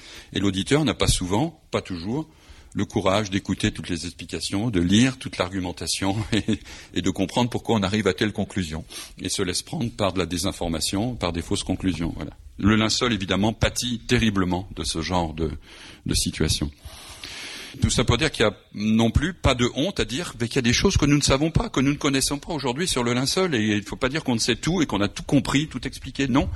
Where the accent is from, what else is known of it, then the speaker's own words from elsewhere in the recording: Lyon, Auvergne-Rhône-Alpes, France; Je suis lyonnais d'origine et j'ai fait mes études dans la commune où il résidait